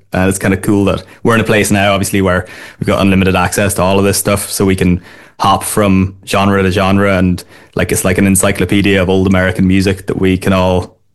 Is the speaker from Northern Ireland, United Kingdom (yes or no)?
yes; Northern Ireland, United Kingdom; moved away as an adult; also born or lived in Cork; now in Dublin, Ireland; Yeah, so I'm from Fermanagh originally, but I've been living in Dublin basically since college. I took a year abroad and lived in Cork for a year.